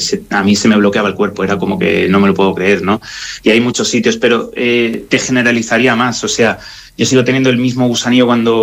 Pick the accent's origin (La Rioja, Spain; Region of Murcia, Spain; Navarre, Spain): Region of Murcia, Spain; yo soy el español número 21 en conseguir el visitar todos los países del mundo, y bueno, y por cierto, el primero de Murcia